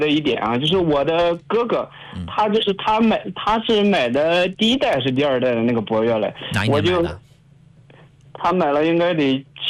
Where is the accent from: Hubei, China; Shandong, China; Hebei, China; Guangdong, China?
Shandong, China; Tai'an; 我们泰安这边就是我老家那边，它那个坡度特别多。